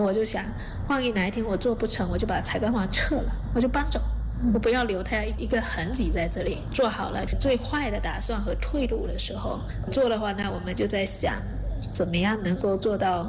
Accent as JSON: {"language": "Chinese", "region": "Fujian", "country": "China", "said": "然后，而且我从福建来的，很喜欢吃新鲜，不喜欢冰冻的。"}